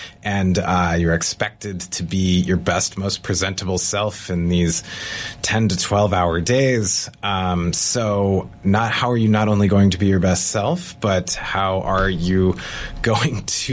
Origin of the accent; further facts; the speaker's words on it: California, United States; now in Washington, D.C., United States; I grew up in California and then have lived on the East Coast. So this is a different world to me, too.